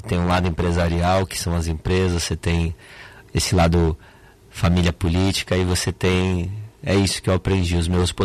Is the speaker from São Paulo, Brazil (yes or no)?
yes; Santos, São Paulo, Brazil; Eu sou da cidade de Santos, nascido e crescido. Minha mulher, a gente mora em Santos.